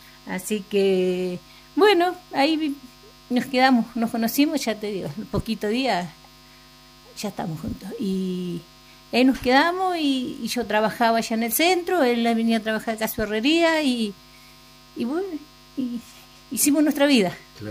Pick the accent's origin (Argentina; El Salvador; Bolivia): Argentina; Balcarce, Buenos Aires Province; moved away; also born or lived in Santa Rosa, La Pampa; soy de Balcarce. Me crié en Balcarce, pero nací en Santa Rosa, La Pampa. Y después, bueno, mis viejos, cuando nosotros éramos chicos, se fueron a Balcarce. Mi papá sembraba papa, me crié mayormente, nos criamos en el campo